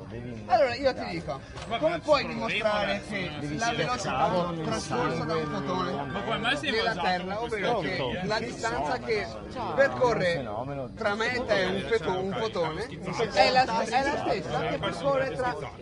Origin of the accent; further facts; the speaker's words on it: Venice, Veneto, Italy; no, sono veneziano, la pace